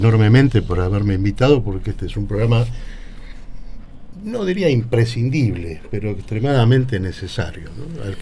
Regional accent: Buenos Aires, Argentina; moved away as an adult; also born or lived in Caballito, Buenos Aires; now in General Rodríguez, Argentina; yo soy un porteño que vino a General Rodríguez hace 15 años.

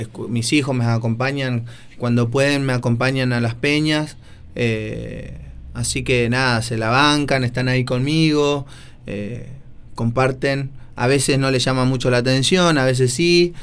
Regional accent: Argentina; desde la raíz, desde lo que somos como pueblo argentino, que lo marca el folclore.

